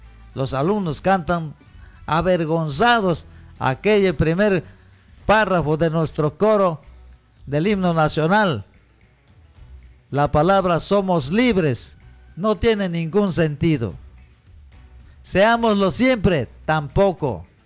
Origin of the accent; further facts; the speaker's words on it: Peru; Nos estamos olvidando a que somos peruanos.